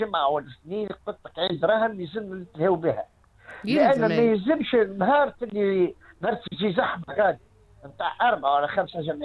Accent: Tunisia

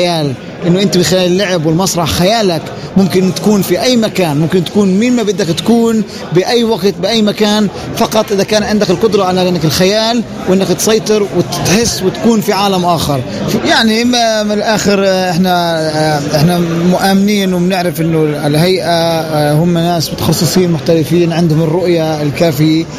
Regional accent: Palestine; بما أنه واقعنا كفلسطينيين

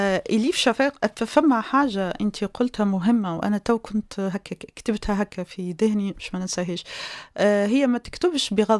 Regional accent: Tunisia; نحن في تونس

